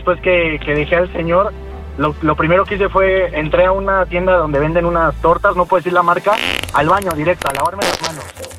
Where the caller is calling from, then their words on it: Mexico City, Mexico; De la Ciudad de México.